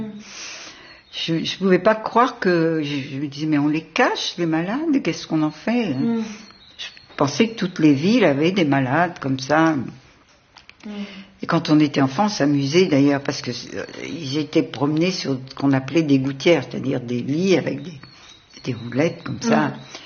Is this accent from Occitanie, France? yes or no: no; Berck, Hauts-de-France, France; Je suis née à Berck et c'est les Anglais d'ailleurs qui bombardaient et qui ont cassé tout. Je vivais quand j'étais petite au milieu des ruines, au milieu des mines.